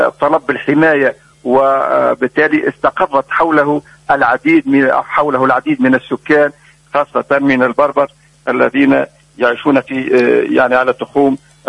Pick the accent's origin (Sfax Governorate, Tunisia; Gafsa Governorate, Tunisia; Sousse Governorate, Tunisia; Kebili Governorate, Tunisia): Kebili Governorate, Tunisia; Nouil; نعم هي بلدتي لأنها بلدتي انطلقت أنا بالكتابة حول بلدتي